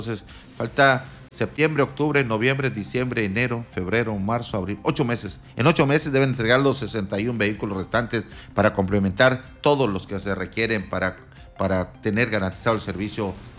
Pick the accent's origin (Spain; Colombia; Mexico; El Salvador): Mexico; A los que nos corre la sangre por las venas de mexicano, tenemos que una manera de expresarlo.